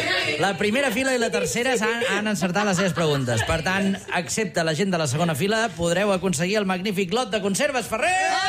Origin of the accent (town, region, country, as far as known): Vic, Catalonia, Spain